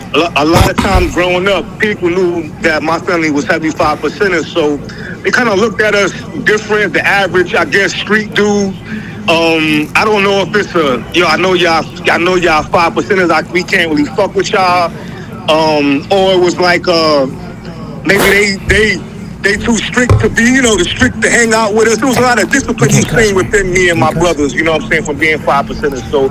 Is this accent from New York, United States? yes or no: yes; New York City, New York, United States; just being born and raised in New York City